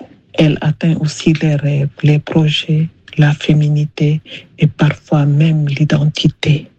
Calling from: Le Vésinet, Île-de-France, France; j'ai 40 ans et j'habite au Vésiné.

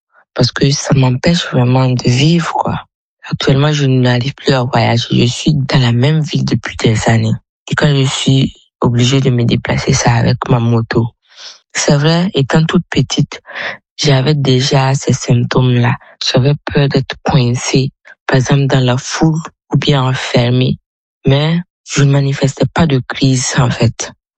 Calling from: Burkina Faso; Je suis au Burkina Faso, précisément dans la ville de Signaré.

